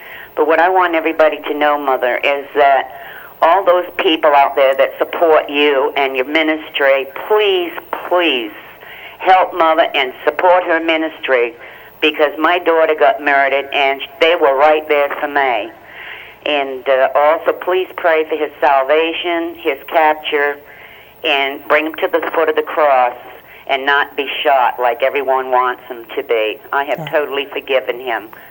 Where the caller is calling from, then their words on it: Middletown, Rhode Island, United States; from Middletown, Rhode Island.